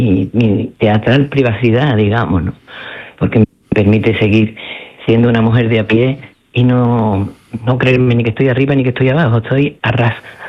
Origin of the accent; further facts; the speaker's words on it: Andalusia, Spain; Nos encanta llevar nuestra Andalucía donde quiera que vayamos. Y siempre se nos nota en todo que estamos unidos, que somos andaluces